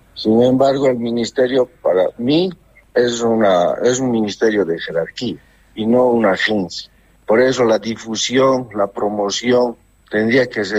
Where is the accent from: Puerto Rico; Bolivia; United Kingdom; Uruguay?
Bolivia